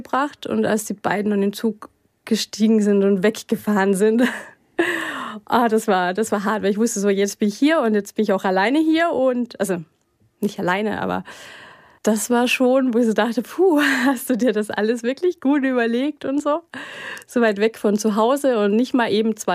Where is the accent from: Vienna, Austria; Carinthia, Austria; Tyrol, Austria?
Carinthia, Austria; Malta; einmal in Kärnten, also wo Malta liegt, wo ich aufgewachsen bin, und einmal in Salzburg.